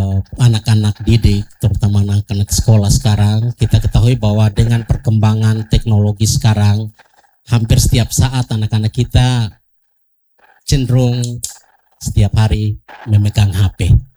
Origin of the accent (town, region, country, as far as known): Indonesia